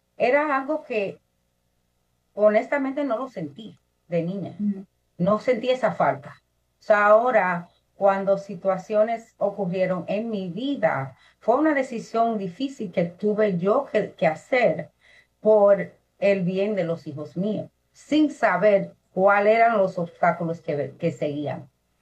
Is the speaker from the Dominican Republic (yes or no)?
yes; Dominican Republic; Bueno, siendo dominicana y en la cultura hispana, siempre estamos unidos, siempre estamos en comunidad, estamos en familia.